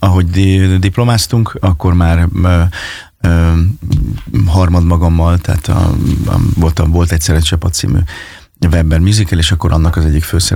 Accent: Fényeslitke, Szabolcs-Szatmár-Bereg, Hungary; also born or lived in Kisvárda; Hát ugye én Fényeslétkén nőttem föl, és Kisvárdán születtem, és hát ott a megyében, ahova hívtak

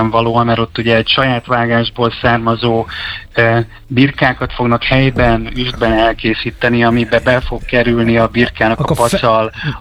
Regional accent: Baja, Bács-Kiskun, Hungary; mert bajai vagyok

